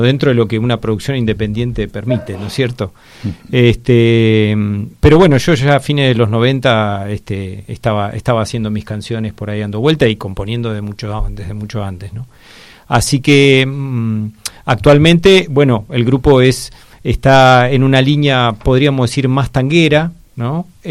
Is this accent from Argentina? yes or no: yes; Buenos Aires, Argentina; yo viví de chico en Caballito, y bueno, iba al Parque Rivadavia ahí todo el tiempo. Ahora, otra vez, volví al barrio